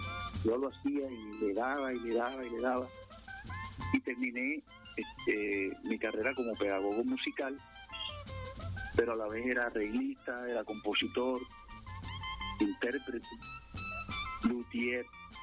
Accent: San Pelayo, Córdoba, Colombia; moved away

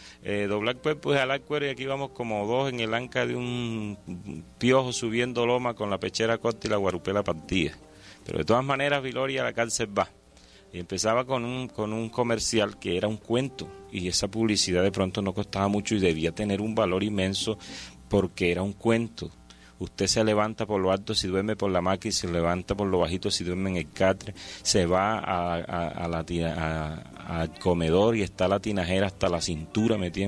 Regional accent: Salitral, Sucre, Colombia; Y escuchaba de niño en Salitral, levantaba temprano a acompañar a mi mamá

